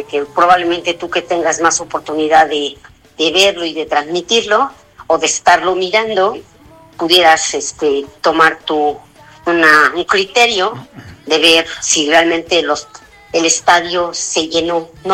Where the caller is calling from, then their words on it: Mexico; Nosotros como mexicanos